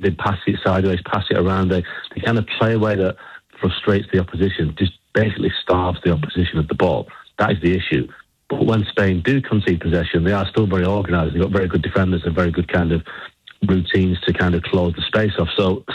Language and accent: English; England, United Kingdom; Well, listen, speaking as an Englishman, you're still feeling the pain of what happened in Atlanta the other day.